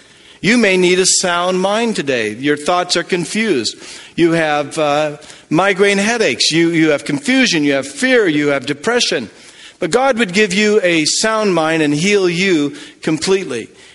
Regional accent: Portland, Oregon, United States; I was raised in Portland, Oregon. It always rained there except for that one day in summer.

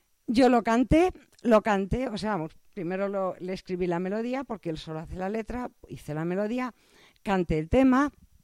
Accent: Mülheim an der Ruhr, North Rhine-Westphalia, Germany; moved away; yo soy de un sitio que se llama Mühlheim an der Ruhr, en Alemania

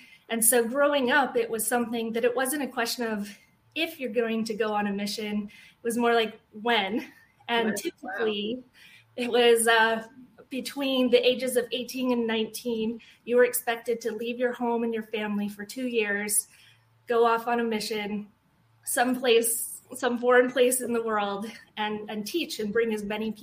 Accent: American Fork, Utah, United States; It was called American Fork. I don't know if people are familiar with Brigham Young University. It's a very kind of well-known Mormon university. I lived really close to there.

